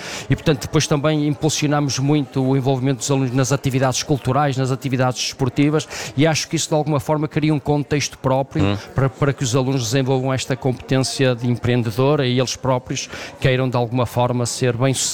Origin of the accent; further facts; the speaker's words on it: Braga, Norte, Portugal; Eu sou de Braga